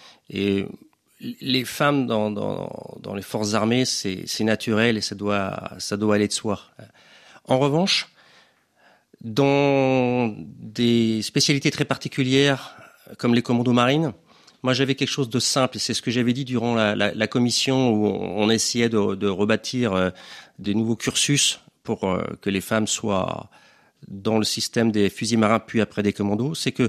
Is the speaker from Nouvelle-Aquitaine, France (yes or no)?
no; Lorient, Brittany, France; Je suis un petit breton qui est arrivé à 6 mois à Lorient et vraiment, ça me touche et j'ai des frissons parfois avec la cornemuse ou la bombarde.